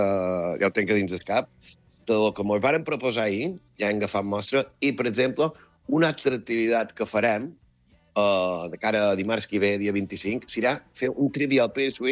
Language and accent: Catalan; Balearic Islands, Spain; però era tan guapo, era tan viu, tan autèntic com a mallorquins